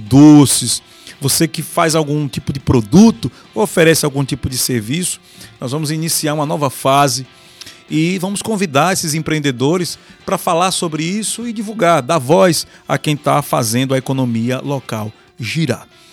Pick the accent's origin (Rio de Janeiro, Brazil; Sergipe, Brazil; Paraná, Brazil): Sergipe, Brazil; Lagarto; Eu nasci em Lagarto, então eu lembro de Lagarto desde a minha infância.